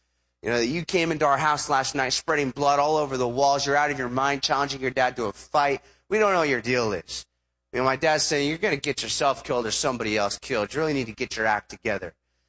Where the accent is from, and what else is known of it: Huntington Beach, California, United States; born or raised there